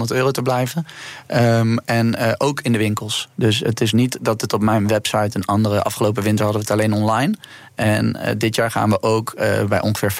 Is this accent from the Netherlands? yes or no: yes; Netherlands